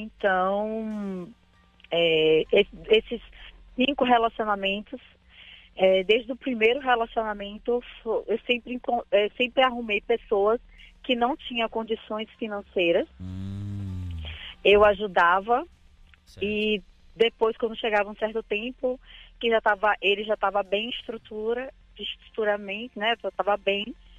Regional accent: Bahia, Brazil; Que eu sou baiana, sou da Bahia.

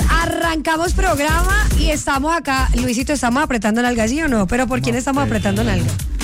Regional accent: Cali, Valle del Cauca, Colombia; accent: caleño; ¿Me están escuchando porque tengo el acento caleño?

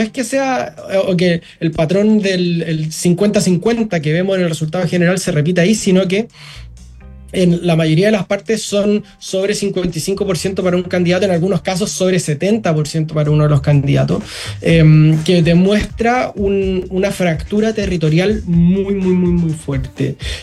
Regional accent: Chile; En Chile no tenemos esas particularidades tan fuertes.

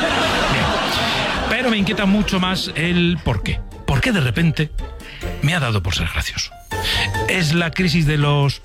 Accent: Navarre, Spain; pero eso para mí, que soy navarro, es demasiado fácil. Los navarros nos subimos un 8000 con el primer biberón.

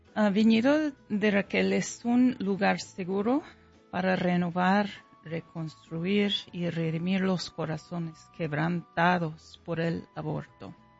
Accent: California, United States; Spanish is a second language; now in Omaha, United States; Aprendí español durante toda mi vida, cuando estaba creciendo en California, con abuelos que tenían un amor por la cultura hispana

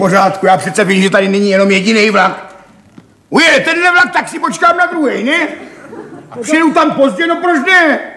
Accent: Brno, South Moravian Region, Czechia; born or raised there

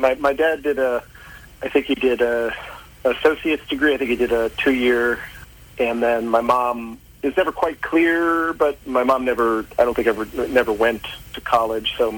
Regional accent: Stamford, Connecticut, United States; born there; And so I was born in Connecticut, Stamford, Connecticut, but I have no memory of it because we moved again. I moved every 3 years in my childhood, kind of following the family, following my dad around in his job.

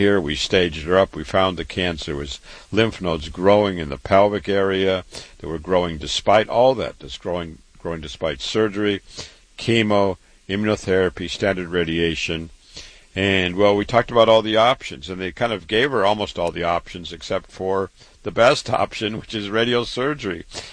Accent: Waterloo, Iowa, United States; I just want to introduce myself. I was born and raised in Waterloo, Iowa.

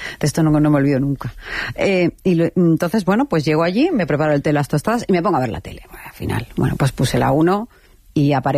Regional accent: Balearic Islands, Spain; Y ahí dije, pues … soy de Mallorca y bueno, no sé dónde tal.

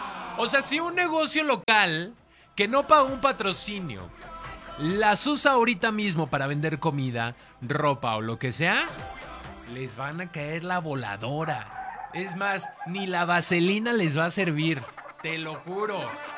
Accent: Mexico

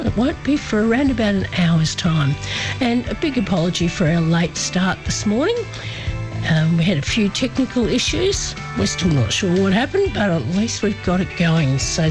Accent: Horsham, Victoria, Australia; broadcasting from my hometown of Horsham in the heart of the Woomera region of Western Victoria.

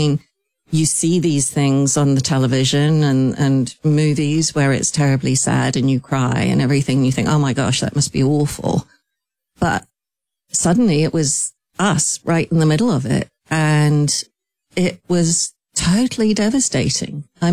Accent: Ireland; he was supposed to finish on St. Patrick's Day, which I thought was a good omen, being Irish.

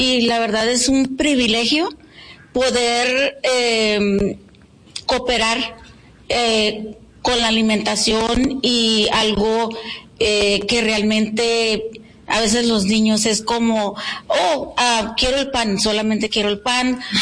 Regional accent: Ejido Hermosillo, Baja California, Mexico; moved away; Ok, yo soy del Valle de Mexicali. Del Ejido Hermosillo. Me vine aquí en el año 92

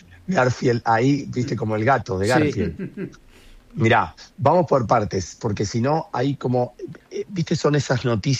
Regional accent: Neuquén, Argentina; Miren que yo soy neuquino, pero ustedes tienen la provincia más linda de Argentina.

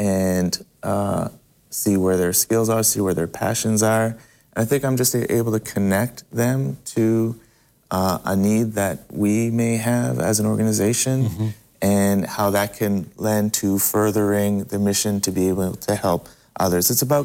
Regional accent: Montreal, Quebec, Canada; moved away; I grew up in Montreal, Canada.

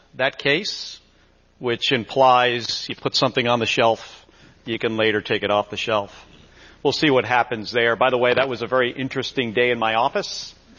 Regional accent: New Jersey, United States; I'm the son of two police officers. I grew up in New Jersey.

